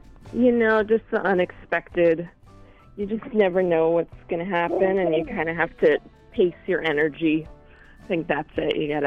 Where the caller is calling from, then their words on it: Leesburg, Virginia, United States; I'm calling from Virginia, Northern Virginia.